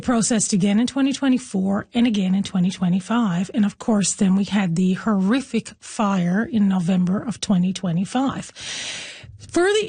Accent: Placentia, Newfoundland and Labrador, Canada; I grew up in Placentia, so I'm familiar with how Argentia works.

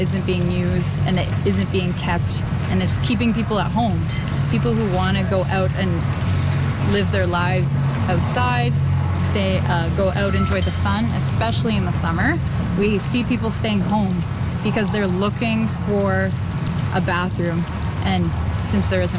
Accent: Tantallon, Nova Scotia, Canada; Well, I'm from Tantallon, and public areas in Sackville and Bedford and Tantallon, often I find those bathrooms to be not well kept or even locked.

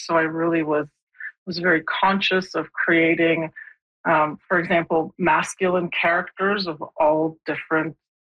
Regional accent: Poland; moved away; I grew up in Poland, and my father, my own father, was a merchant marine, so he was away from home for a long period of time.

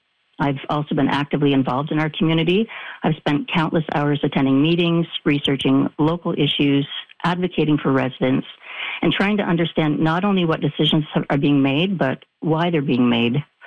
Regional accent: Kingsville, Ontario, Canada; Kingsville is where I was born and raised. I grew up here in our family home here on Main Street, which is where I live today.

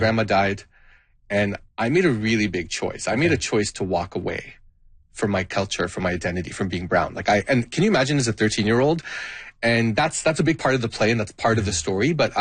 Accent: Richmond Hill, Ontario, Canada; born there; first language Gujarati; English is a second language; also born or lived in Scarborough, Toronto; we moved from Scarborough in 93. So I was an 8-year-old boy, and Scarborough is just, when I was growing up in Scarborough, everyone looked like me. Everyone was just everyone. And then moving to Richmond Hill

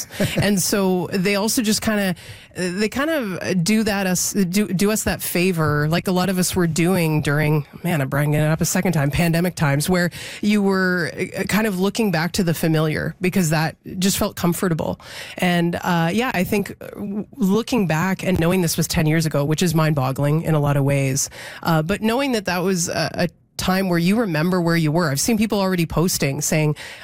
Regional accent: Ontario, Canada; when we were growing up outside of Toronto.

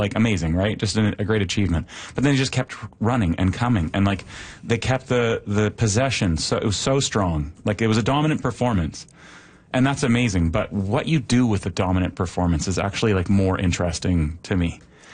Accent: Oakville, Ontario, Canada; When I was a kid growing up in Oakville, Ontario, I played, you know, very, very low level, like house league soccer.

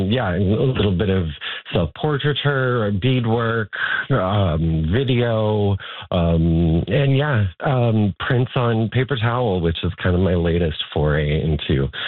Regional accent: Hay River, Northwest Territories, Canada; now in Vancouver, Canada; growing up in the North. I'm originally from Hay River

